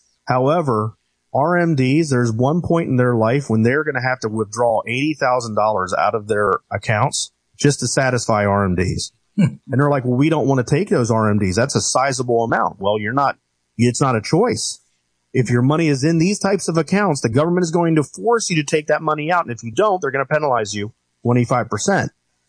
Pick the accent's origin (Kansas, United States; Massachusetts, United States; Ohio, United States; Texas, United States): Ohio, United States; Cincinnati; I grew up in Cincinnati, Ohio, so I was and still am a Bengals fan.